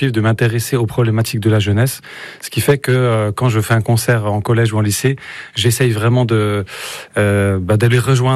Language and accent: French; Bethoncourt, Bourgogne-Franche-Comté, France; Ouais, ben moi j'ai grandi à Betoncourt, pas très loin d'ici, donc j'étais un enfant des quartiers